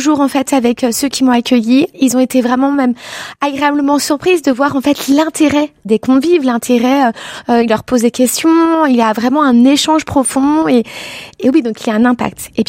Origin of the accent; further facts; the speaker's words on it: Annecy, Auvergne-Rhône-Alpes, France; puisque moi, je viens d'Annecy